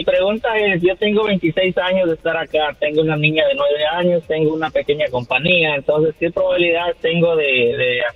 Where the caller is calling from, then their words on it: Stamford, Connecticut, United States; Yo vivo en Stamford, Connecticut.